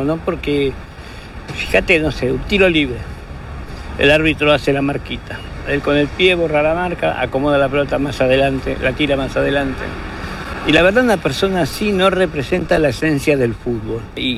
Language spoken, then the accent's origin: Spanish; Argentina; Como argentino me da vergüenza.